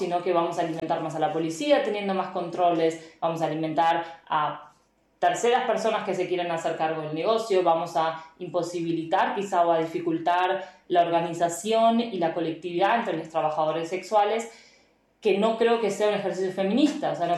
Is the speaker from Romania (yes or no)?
no; Argentina; now in Vienna, Austria; Yo vengo originalmente de Argentina